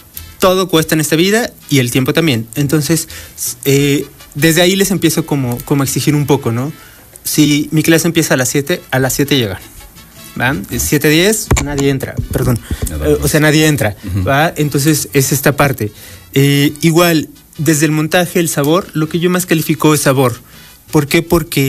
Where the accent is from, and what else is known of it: Puebla, Mexico; moved away